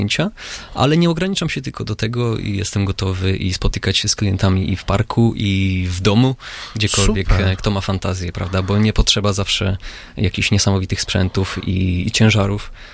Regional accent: Łódź, Łódź Voivodeship, Poland; moved away as an adult; Tak, pochodzę z Łodzi.

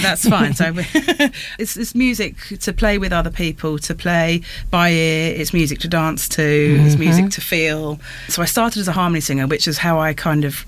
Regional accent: London, United Kingdom; born there; moved away; I grew up in London in my early years.

